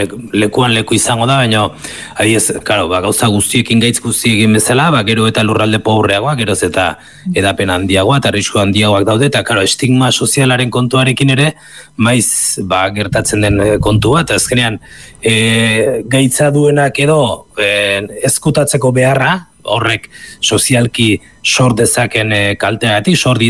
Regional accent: Southern Basque Country, Spain

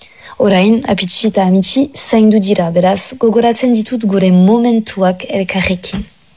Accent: Ustaritz, Nouvelle-Aquitaine, France; Azin nintzen ustaritzen gurasoekin eta nire apitsita amitsiren etxearen justu ondoan.

